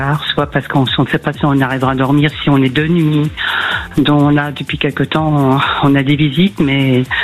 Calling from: Hauts-de-France, France; Dans la Somme.

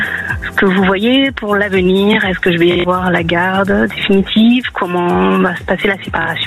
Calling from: Limoges, Nouvelle-Aquitaine, France; De Limoges.

